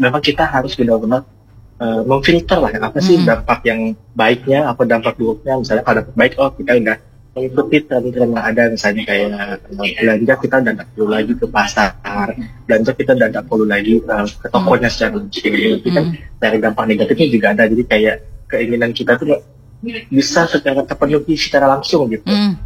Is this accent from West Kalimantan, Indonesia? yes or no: yes; Pontianak, West Kalimantan, Indonesia; moved away as an adult; now in Sanggau, Indonesia; saya kan orang Pontianak yang kerja di Sanggau, dan kebetulan ada ngekos gitu.